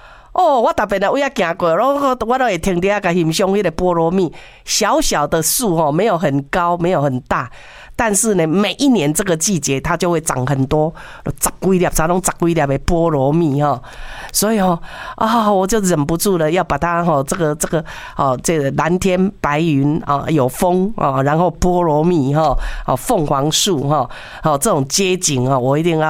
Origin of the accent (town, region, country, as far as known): Kaohsiung, Taiwan